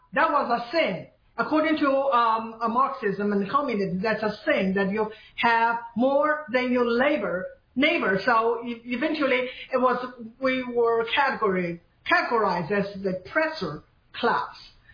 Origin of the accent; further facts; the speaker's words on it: China; moved away as an adult; now in United States; Yes, I came from China. I spent my first 26 years under Mao, the most brutal communist regimes in the world, and came here when in 1986. And so this year is my 40 years anniversary of living in America.